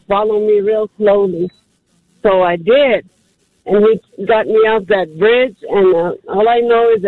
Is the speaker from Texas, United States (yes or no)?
yes; San Angelo, Texas, United States; My story is that I'm from San Angelo.